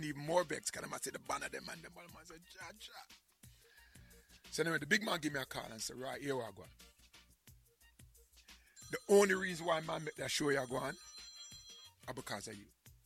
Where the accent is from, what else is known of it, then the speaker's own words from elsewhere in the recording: New York City, New York, United States; because we come from Brooklyn